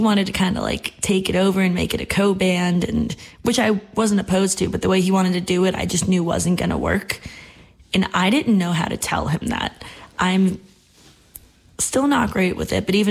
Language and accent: English; New Hampshire, United States; moved away as an adult; now in Nashville, United States; I am from New Hampshire, southern New Hampshire near Boston originally, and I just moved to Nashville last year.